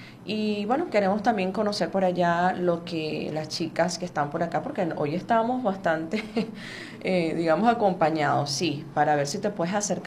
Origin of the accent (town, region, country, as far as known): Venezuela